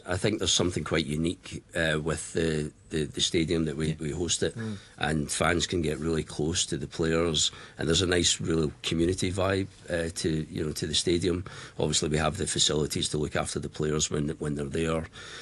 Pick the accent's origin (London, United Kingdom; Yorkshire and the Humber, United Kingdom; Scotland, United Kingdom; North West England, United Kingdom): Scotland, United Kingdom; So yeah, I guess you can tell from my accent that I'm Scottish